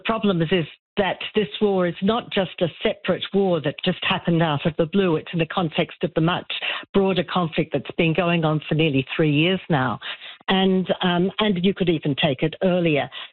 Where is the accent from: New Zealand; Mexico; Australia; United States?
Australia; accent: Australian; now in Jerusalem, Israel; as you can hear from my accent, that I'm originally Australian and I've chosen to live in Israel.